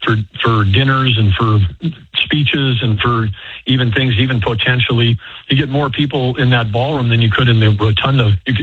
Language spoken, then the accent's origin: English; North Dakota, United States; I'm from North Dakota.